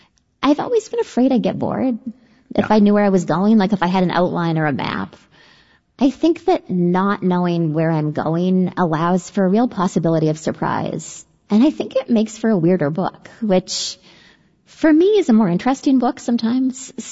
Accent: Denman Island, British Columbia, Canada; I think maybe as a function of growing up in a small place, and I'm from Denman Island, British Columbia. It's about 1,000 people.

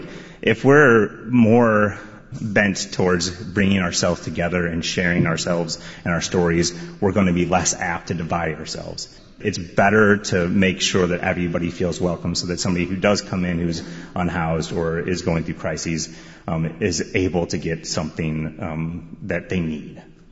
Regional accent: St. Louis, Missouri, United States; Yeah, I grew up in a restaurant, which helped a lot. I am from St. Louis, Missouri. I was born and raised

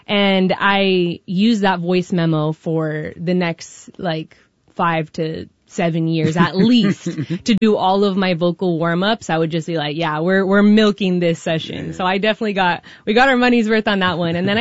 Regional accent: Redwood City, California, United States; also born or lived in Mexico; I was born in Mexico to a third generation San Franciscan mother, mm-hmm. and then I was raised mostly in Redwood City.

